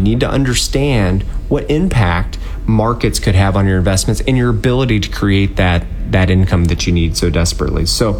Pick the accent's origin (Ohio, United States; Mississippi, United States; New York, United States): Ohio, United States; Dayton; I think is just so cool that we're actually from Dayton.